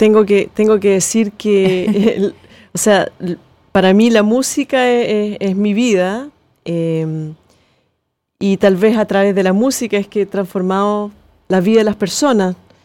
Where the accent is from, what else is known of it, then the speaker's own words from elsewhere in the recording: Concepción, Biobío, Chile; moved away; yo nací acá en Concepción